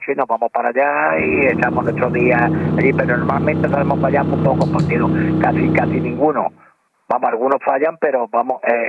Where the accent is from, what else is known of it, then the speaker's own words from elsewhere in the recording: Barbate, Andalusia, Spain; no porque sea mi pueblo